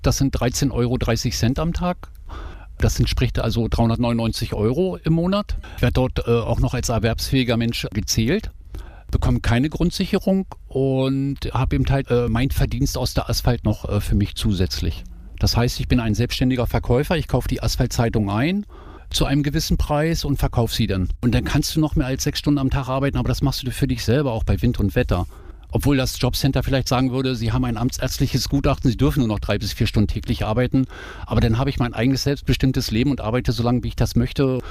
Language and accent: German; Hildesheim, Lower Saxony, Germany; born there; also born or lived in Sarstedt / Kleinfürste; Meine Mutter ist mit mir dort dann damals hier nach Hildesheim gezogen. Ich bin hier in Hildesheim dann quasi als Kind, Jugendlicher groß geworden, hier zur Schule gegangen